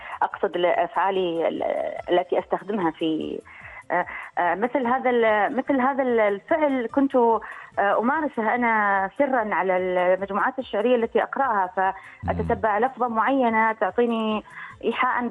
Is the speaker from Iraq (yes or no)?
no; United Arab Emirates; حتى أن العنوان هي كلمة عربية فصيحة تستخدم في لهجتنا في الإمارات